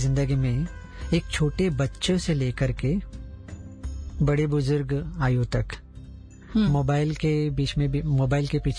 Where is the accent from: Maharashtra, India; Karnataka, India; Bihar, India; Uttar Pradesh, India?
Maharashtra, India; Mumbai; मैं मुंबई से बिलोंग करते हैं